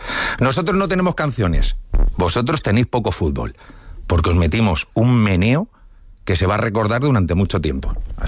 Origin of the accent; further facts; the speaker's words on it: Spain; le molesta cómo los españoles vamos a celebrar el campeonato del mundo.